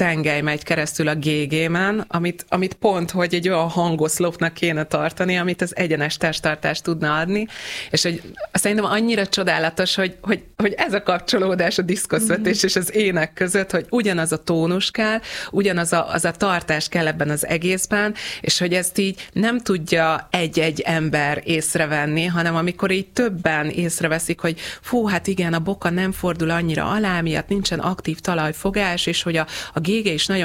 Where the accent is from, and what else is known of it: Hungary